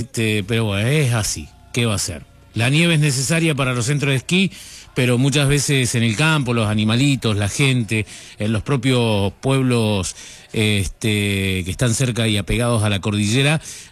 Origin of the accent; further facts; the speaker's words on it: Argentina; No tenemos, no tenemos punto medio los argentinos